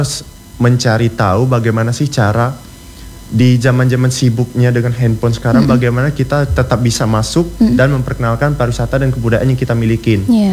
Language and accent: Indonesian; Jambi, Indonesia; Jadi kalau kita gak punya kebudayaan, bagaimana kita bisa mengakuin bahwa kita orang Jambi ke orang luar?